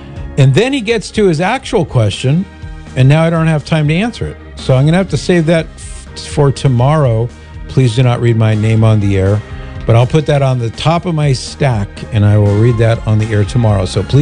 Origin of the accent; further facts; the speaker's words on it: Mission Viejo, California, United States; And that's just down the street from where I grew up in Mission Viejo, which is right, you know, it's actually part of Mission Viejo, Cota de Casa.